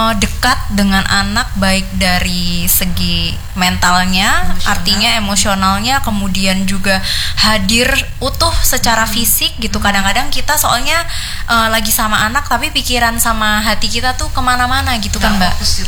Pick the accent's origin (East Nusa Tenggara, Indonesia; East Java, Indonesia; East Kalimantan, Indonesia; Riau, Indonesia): East Kalimantan, Indonesia; Samarinda; kita sebagai warga Samarinda yang cinta terhadap Kota Samarinda